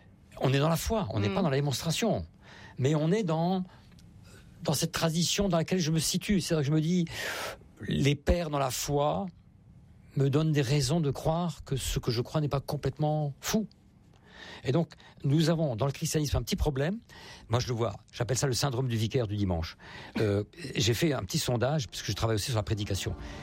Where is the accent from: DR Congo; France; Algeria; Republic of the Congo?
France; Strasbourg, Grand Est; bon, je suis strasbourgeois, donc en Alsace, nous avons le seul camp de concentration qui a été construit en France